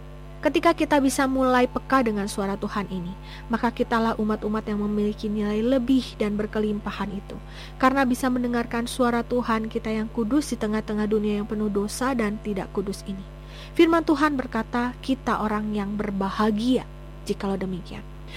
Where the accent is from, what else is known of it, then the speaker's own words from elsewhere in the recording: Garut, West Java, Indonesia; karena saya kuliah di Bandung dan kota asal saya Garut.